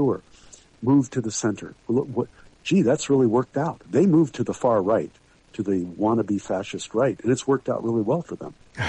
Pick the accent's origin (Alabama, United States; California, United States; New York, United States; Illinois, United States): New York, United States; I'm a New Yorker, basically.